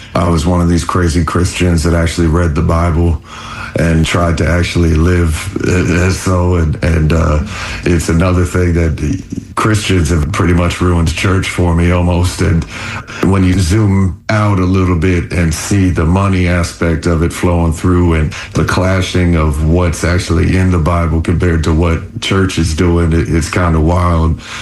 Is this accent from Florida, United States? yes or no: yes; Orlando, Florida, United States; now in Tampa, United States; I moved specifically to Tampa Bay from Orlando, where I grew up, because there was support for live music.